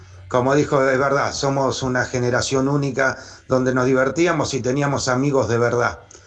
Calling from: San Justo, Buenos Aires Province, Argentina; de San Justo

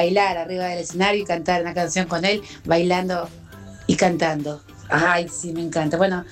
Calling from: Argentina; de San Cristóbal.

